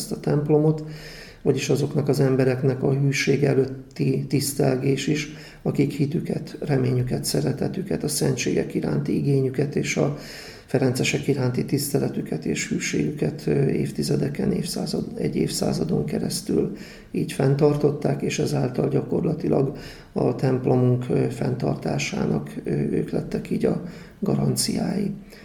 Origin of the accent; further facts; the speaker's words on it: Zalaegerszeg, Zala, Hungary; mivel én magam is a zalaegerszegi vagyok